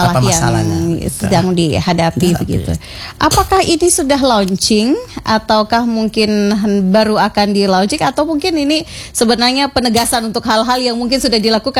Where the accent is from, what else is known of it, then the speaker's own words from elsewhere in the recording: East Nusa Tenggara, Indonesia; Karena kita ya orang NTT kalau mau cerita kita punya masalah ini